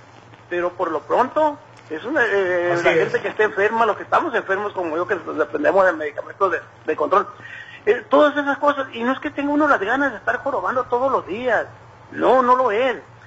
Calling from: Mexico

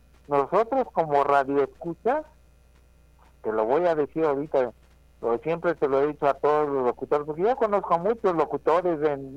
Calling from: Mexico; somos mexicanos, tenemos tradiciones muy arraigadas

